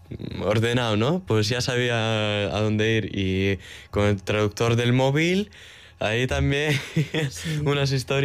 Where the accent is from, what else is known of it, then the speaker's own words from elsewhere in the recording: Kyiv Oblast, Ukraine; Spanish is a second language; hemos ido de mi pueblo a Boryspil, que es otra ciudad que está cerca